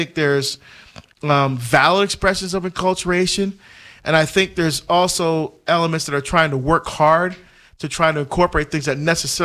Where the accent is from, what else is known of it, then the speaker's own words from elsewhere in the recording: Barbados; Although I'm not, I mean, I was born in Barbados, but I identify as African American, although I'm Bajan, but I identify as African American.